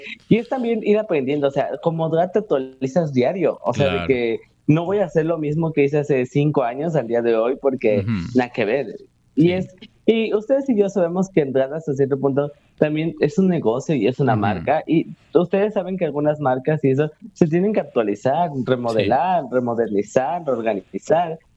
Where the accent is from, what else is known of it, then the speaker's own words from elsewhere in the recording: Mexico; Soy una mexicana que trabaja día y noche